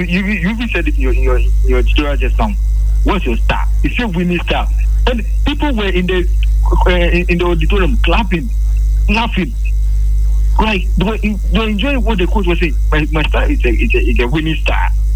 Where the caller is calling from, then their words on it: Tema, Greater Accra, Ghana; I'm calling from Tema.